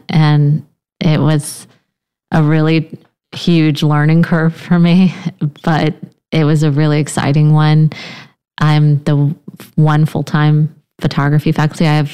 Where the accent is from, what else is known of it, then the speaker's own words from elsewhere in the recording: Houston, Texas, United States; moved away as an adult; also born or lived in New Orleans / New York; now in Charleston, United States; I'm from Houston, Texas, born and raised, and then I studied in New Orleans. I lived in New York for 10 years in New Haven.